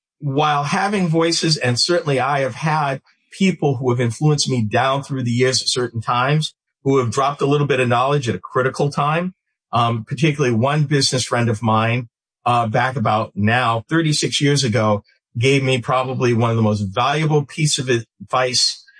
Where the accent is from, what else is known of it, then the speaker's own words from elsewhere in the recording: New England, United States; I grew up in New England. And contrary to what most people outside of New England are told, it's probably one of the most racist parts of the entire United States.